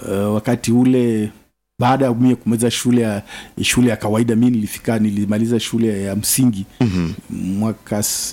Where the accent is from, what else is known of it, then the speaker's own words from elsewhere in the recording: Tanzania; born there; also born or lived in Kenya; nimezaliwa Tanzania. Lakini mama tayari alishahamia Kenya na my siblings, ndugu zangu wengine.